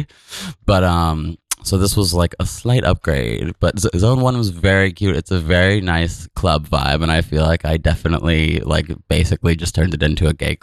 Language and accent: English; Virginia Beach, Virginia, United States; now in Brooklyn, United States; I grew up in Virginia Beach, Virginia.